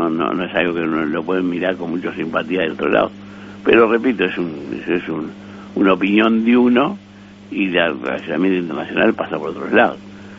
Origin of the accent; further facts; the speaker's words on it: Uruguay; Desde el punto de vista estrictamente uruguayo